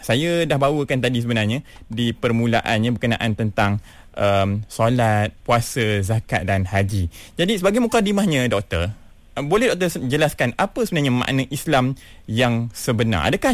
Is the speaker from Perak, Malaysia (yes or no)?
no; Johor, Malaysia; Jati Johor, tapi bila tengok orang Kedah ni, orang kata cukup-cukup dekat jugalah dengan hati saya sebab keluarga pun ada yang berada di negeri Kedah juga.